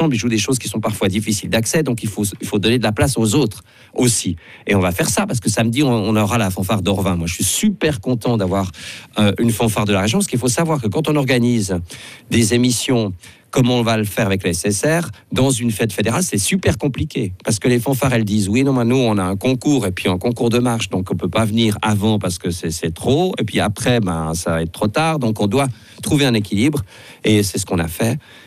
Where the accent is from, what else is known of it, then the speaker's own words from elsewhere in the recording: Switzerland; Il faut quand même rappeler que les instruments avant chez nous en Suisse, on est dans la Champions League du domaine.